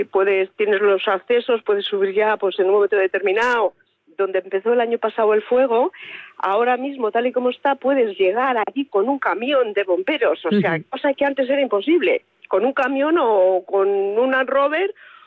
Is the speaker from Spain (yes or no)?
yes; Zamora, Castile and León, Spain; Si nosotros somos de Zamora, pues porque nos tienen